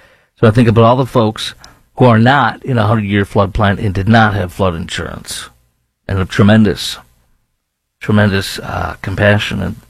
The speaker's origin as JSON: {"language": "English", "town": "Chicago", "region": "Illinois", "country": "United States", "tie": "born or raised there", "said": "I was filling in Chicago, my hometown, Friday morning"}